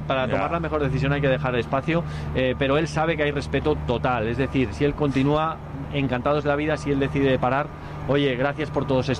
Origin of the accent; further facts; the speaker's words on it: Barcelona, Catalonia, Spain; accent: Catalan; Yo soy de Barcelona. Pero tengo